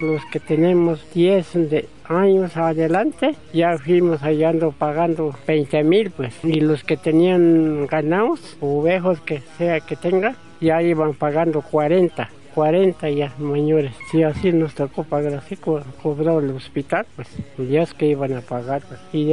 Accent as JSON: {"language": "Spanish", "country": "Colombia", "said": "Y así nosotros somos de Zumbico. Veníamos a trabajar porque arriba ya no tenemos donde trabajar"}